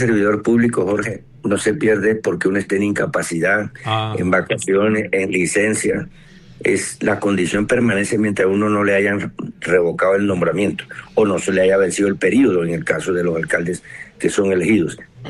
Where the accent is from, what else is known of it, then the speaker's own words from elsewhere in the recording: Colombia; nosotros los colombianos estamos defendiendo nuestra democracia.